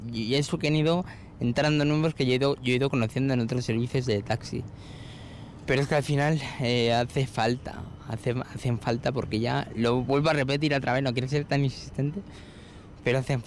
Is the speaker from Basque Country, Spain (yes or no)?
yes; Basque Country, Spain; porque claro, yo soy de Salburua, he ido pidiendo a la gente que firmen